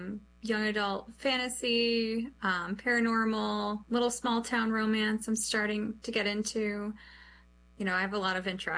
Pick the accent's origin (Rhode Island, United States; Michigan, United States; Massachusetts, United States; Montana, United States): Massachusetts, United States; Boston; Wicked is because I'm from Boston.